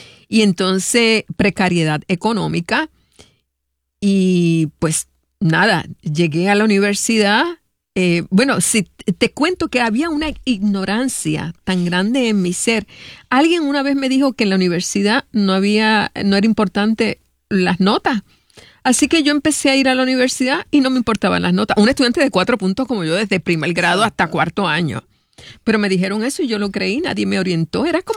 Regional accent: Cidra, Puerto Rico; Pues mira, yo también soy de Sidra.

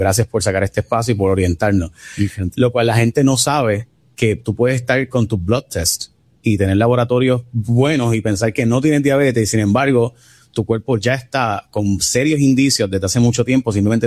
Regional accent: Puerto Rico

